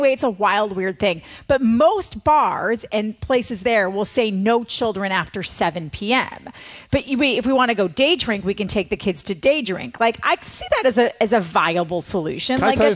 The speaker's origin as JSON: {"language": "English", "region": "Wisconsin", "country": "United States", "said": "okay, so I'm from Wisconsin. Everybody knows that."}